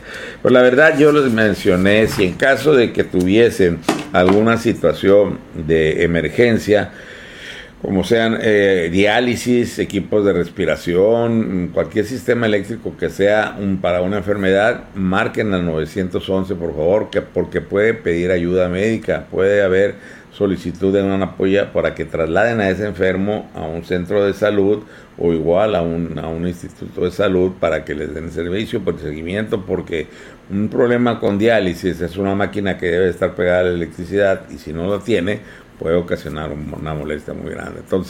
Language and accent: Spanish; the Valley, Baja California, Mexico; nosotros también somos del Valle